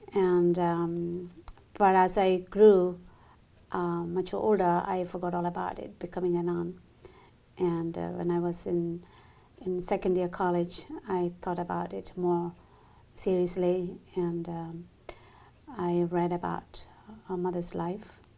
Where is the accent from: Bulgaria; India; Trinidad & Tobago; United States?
India; Kerala; born there; moved away